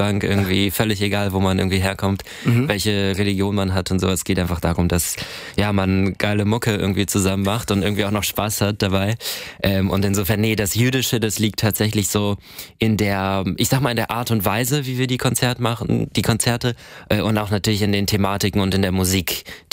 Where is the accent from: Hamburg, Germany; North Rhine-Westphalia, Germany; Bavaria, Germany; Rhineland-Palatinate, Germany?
Hamburg, Germany; Boah, ich bin ja in Eppendorf zur Schule gegangen.